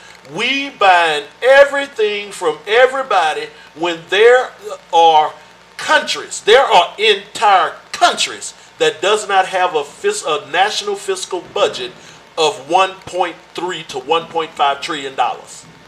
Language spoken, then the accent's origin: English; United States; because I was raised up in America too.